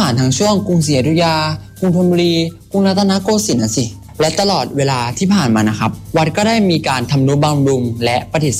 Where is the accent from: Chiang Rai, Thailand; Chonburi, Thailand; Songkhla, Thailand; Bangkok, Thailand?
Chonburi, Thailand; เป็นคนชลบุรีตั้งแต่เด็ก